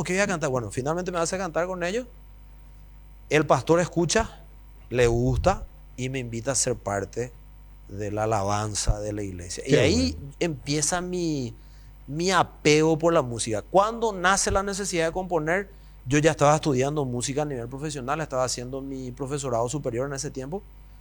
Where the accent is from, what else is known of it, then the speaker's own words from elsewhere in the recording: Ñemby, Central, Paraguay; moved away as an adult; also born or lived in Lambaré; now in Asunción, Paraguay; Yo nací en Asunción, pero hasta los 3 años y medio viví en Lambaré y después toda mi vida en Ñemby hasta que me casé. Ahora Asunceno.